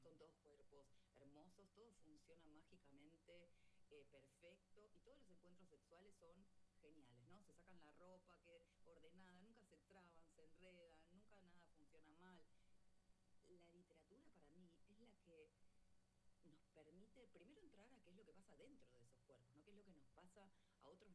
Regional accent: Argentina

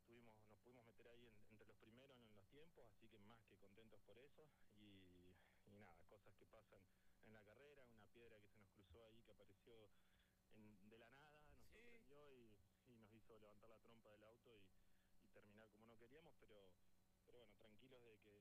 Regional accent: Argentina; gracias a Dios somos argentinos, tenemos esa garra, esa cuota extra

